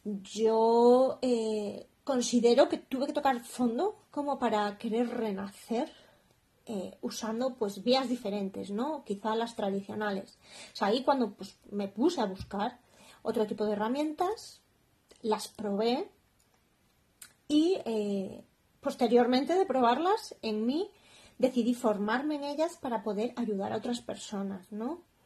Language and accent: Spanish; León, Castile and León, Spain; born there; also born or lived in Ireland; yo nací en León, en España. Es una pequeña ciudad que está más o menos en el norte de España.